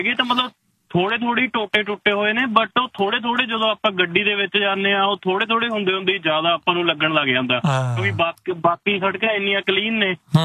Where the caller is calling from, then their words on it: Hamilton, Ontario, Canada; ਮੈਂ ਹੈਮਿਲਟਨ ਤੋਂ ਹਾਂ.